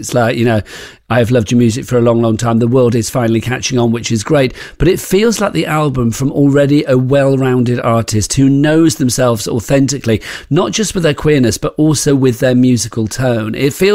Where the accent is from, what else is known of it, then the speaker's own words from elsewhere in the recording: Brighton, South East England, United Kingdom; It's my hometown.